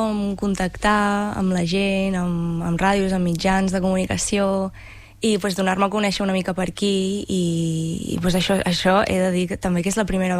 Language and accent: Catalan; Sant Pere de Ribes, Catalonia, Spain; que el ser de Ribes, i pues, jo sempre he pensat que m'agradaria començar per la meva comarca, que em coneixin primer aquí